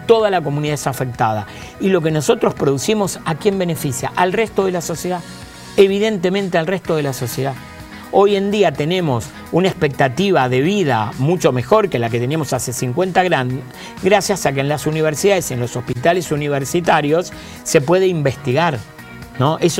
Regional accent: Argentina

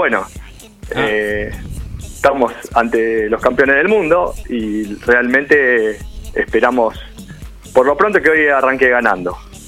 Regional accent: Argentina

